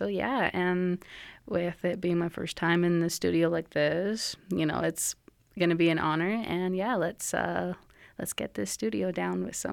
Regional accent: Chilliwack, British Columbia, Canada; I said I come from Palalt First Nation, which, like I said, that's where I'm from on my stepfather's side, in Chilliwack

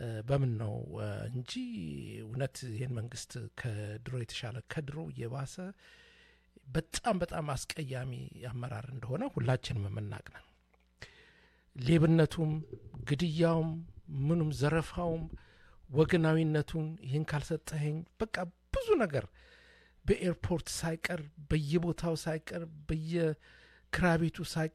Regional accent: Dire Dawa, Ethiopia; ማንም ሰው እኔ ድሬዳዋ ተወልጄ ያደኩል ጊዜ ነው ማለት አይደለም

